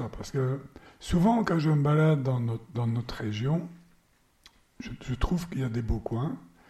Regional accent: Châtelet, Wallonia, Belgium; Moi, je suis originaire de la région de Charleroi, donc Bouffioux, Châtelet. C'était plus industriel, quoi. Moins campagne.

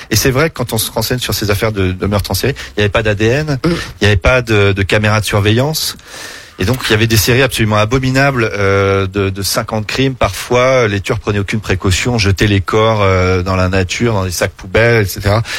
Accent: France; quand on est français

